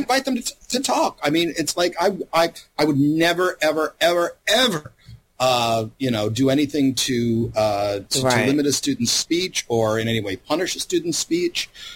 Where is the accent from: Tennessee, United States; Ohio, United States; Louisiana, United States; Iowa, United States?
Louisiana, United States; And I'm like, I grew up mostly in Louisiana.